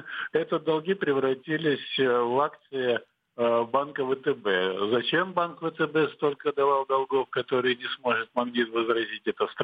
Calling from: Vladivostok, Primorsky Krai, Russia; Я звоню вам из Владивостока.

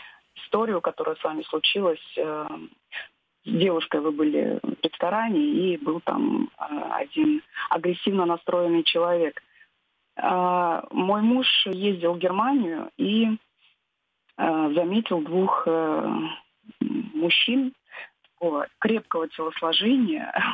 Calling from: Denmark; я вам звоню из Дании.

